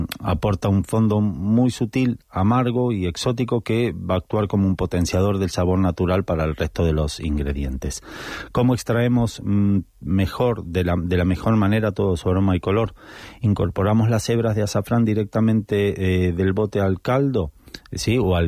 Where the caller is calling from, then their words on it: Linares, Andalusia, Spain; Hola Guillermo … de Linares.